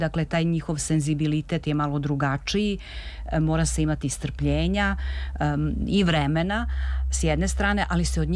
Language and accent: Serbian; Kruševac, Šumadija and Western Serbia, Serbia; mada je moja karijera počela u Radio Kruševcu, odakle sam ja inače